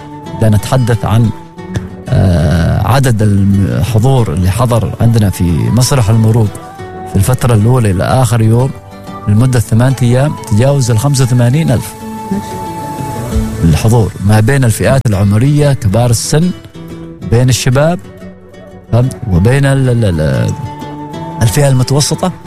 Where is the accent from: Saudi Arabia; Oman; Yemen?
Oman; هذه المعلومة ما كنا نحن نعرفها نحن في أبناء البلد